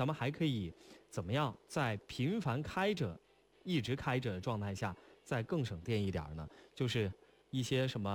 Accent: southern China, China; now in Beijing, China; 因为我南方人。

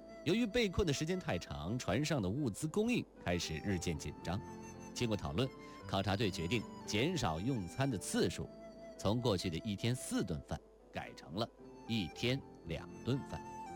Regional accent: China; 那么咱们中国人又是从什么时候开始进入到南极探险的呢？

